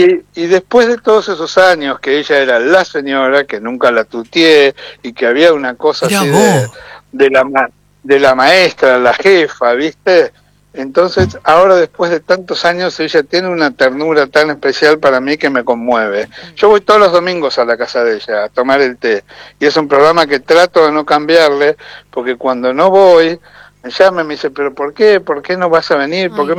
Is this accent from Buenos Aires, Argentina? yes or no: yes; Buenos Aires, Argentina; de Argentina, de Buenos Aires, la ciudad que más teatro tiene en el mundo